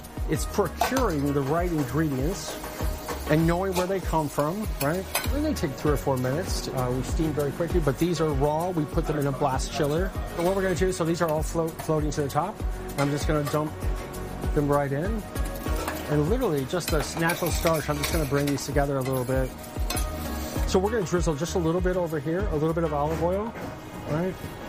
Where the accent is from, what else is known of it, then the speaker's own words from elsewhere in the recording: United States; Because I grew up in America.